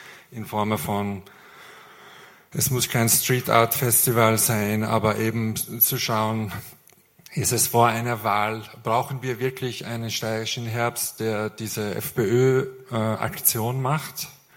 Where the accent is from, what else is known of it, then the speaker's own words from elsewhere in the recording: Tehran, Tehran Province, Iran; Ich bin auch in Teheran aufgewachsen und ich sehe da natürlich die Proteste